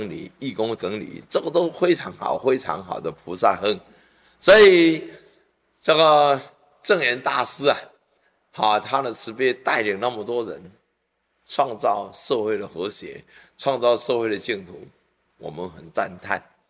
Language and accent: Chinese; China; 在我们中国人的很多的毛病，至少门前雪，啊，不管他人瓦上霜，啊，这个是中国人的名言。